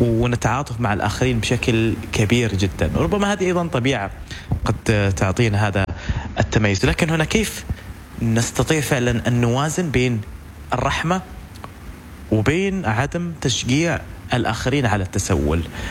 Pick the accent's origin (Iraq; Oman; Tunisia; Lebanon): Oman; إحنا كمجتمع عماني